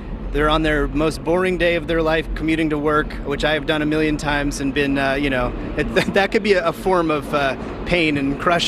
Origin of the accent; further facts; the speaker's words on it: New York, United States; as any New Yorker